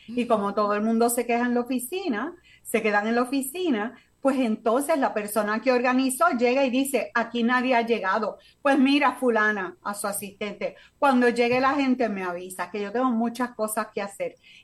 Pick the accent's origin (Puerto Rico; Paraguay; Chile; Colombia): Puerto Rico; Sabemos, todos somos puertorriqueños, ¿verdad?